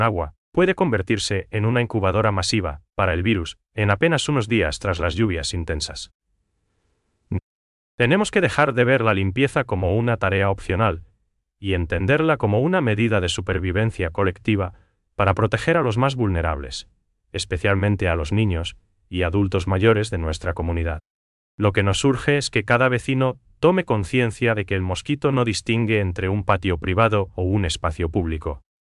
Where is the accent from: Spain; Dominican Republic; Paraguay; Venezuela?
Paraguay